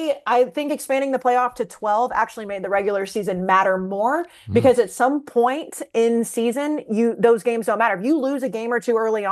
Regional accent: Texas, United States; born or raised there

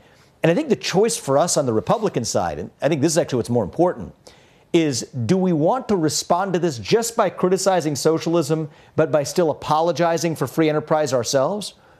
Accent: Ohio, United States; Absolutely, we do, including in my home state of Ohio.

